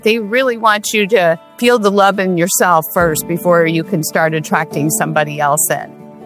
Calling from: California, United States; California.

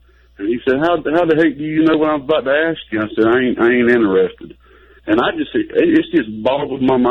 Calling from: Georgia, United States; in Georgia.

